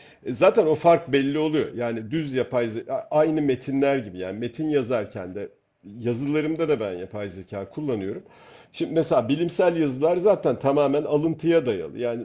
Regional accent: Rumelia, Turkey; Bunu da mesela ben Balkan'ım demem kendime. Ben Rumeliyim. Neden? Çünkü ben bu ülkenin insanıyım.

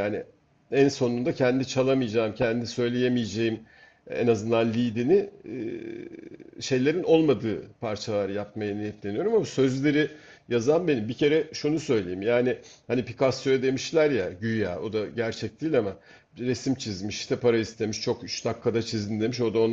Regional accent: Rumelia, Turkey; Ben Rumeliyim. Neden? Çünkü ben bu ülkenin insanıyım. Yani buradan bakınca orası Rumeli oluyor. Yani benim bağlamım bu. Balkan değilim ben yani. Türk vatandaşıyım. Hatta da Türk'üm yani.

